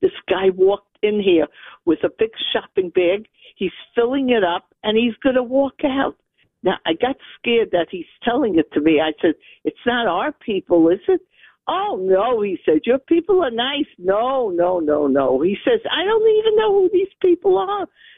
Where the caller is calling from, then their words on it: New York City, New York, United States; I live in Borough Park.